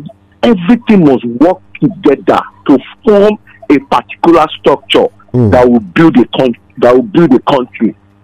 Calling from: Nigeria; from Ajota.

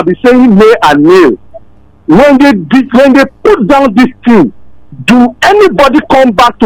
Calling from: Lagos, Nigeria; from Ojota.

